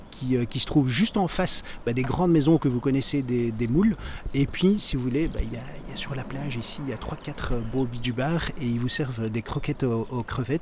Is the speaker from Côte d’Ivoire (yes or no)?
no; Belgium; je suis belge, hein, vous l'entendez, mais je travaille aux Pays-Bas